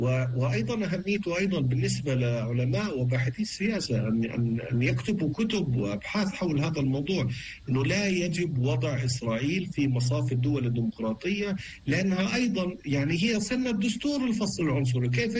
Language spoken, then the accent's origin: Arabic; Palestine; هذه مصيرية لنا كشعب فلسطيني، لأنه سرداد الحقوق هذا قضية مهمة لنا كفلسطيني.